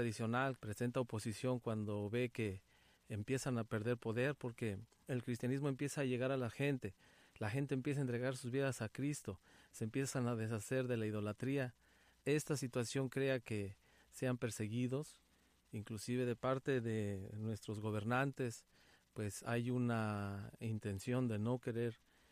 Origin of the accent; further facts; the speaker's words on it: Chiapas, Mexico; vengo de Chiapas